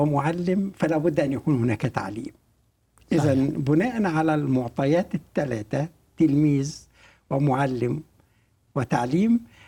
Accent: Egypt; عندنا في مصر الالتزام بالمواعيد قضية

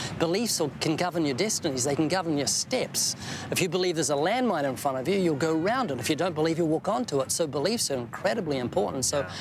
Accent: New Zealand; born there; moved away; I was born twice in New Zealand.

